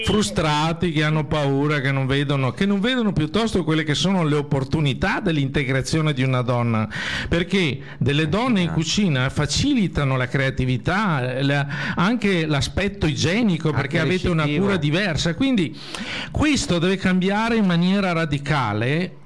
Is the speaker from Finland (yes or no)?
yes; Helsinki, Uusimaa, Finland; Italian is a second language; e io vengo da Helsinki dove